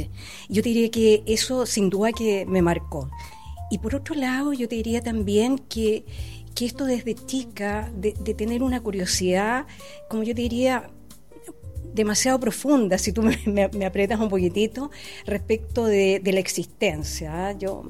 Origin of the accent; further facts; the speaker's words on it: Valparaíso, Chile; also born or lived in Santiago, Chile; yo nací en Santiago, ¿ah? Pero mis papás se vinieron tempranamente a Viña, a Valparaíso en principio, así es que desarrollé toda mi educación en Valparaíso.